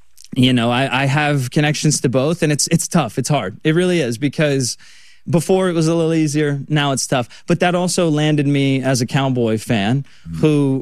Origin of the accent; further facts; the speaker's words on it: Arkansas, United States; I'm from Arkansas.